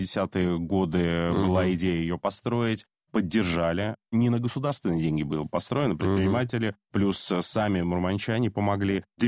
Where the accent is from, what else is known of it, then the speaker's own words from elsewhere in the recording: Novy Urengoy, Yamalo-Nenets Autonomous Okrug, Russia; moved away; я вырос в Ямало-Ненецком автономном округе, в городе Новый Уренгой